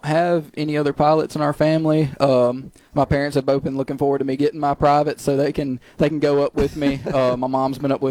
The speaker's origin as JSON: {"language": "English", "town": "Pontotoc", "region": "Mississippi", "country": "United States", "said": "I'm from Pontotoc."}